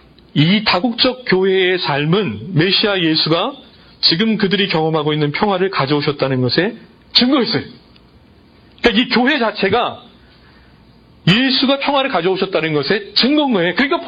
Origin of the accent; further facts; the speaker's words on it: South Korea; now in Los Angeles, United States; 지금 이 LA 땅 제가 살고 있는 LA 땅에는 얼마나 많은 언어 그룹이 있고 어떤 그룹들이 살고 있는데 나는 한국 사람으로서 그 사람들과 어떠한 과거를 가지고 있는가.